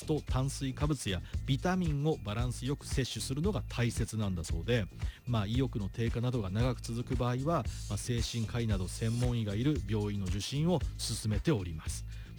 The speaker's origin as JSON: {"language": "Japanese", "town": "Sano", "region": "Tochigi", "country": "Japan", "tie": "born or raised there", "said": "ふるさとの私栃木県佐野市の"}